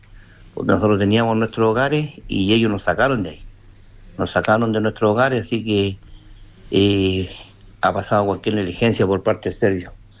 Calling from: Chile; ya nosotros somos de Doña Ángela, condominio Doña Ángela, acá en Altos Pisos.

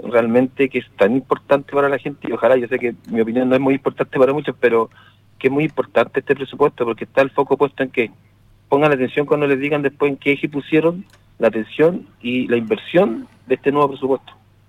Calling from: Chile

